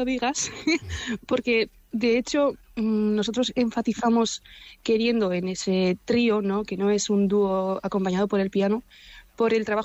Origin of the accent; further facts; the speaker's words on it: Basque Country, Spain; los tres somos vascos y Odi y yo somos de Guipúzcoa, entonces tocar en Donosti es un placer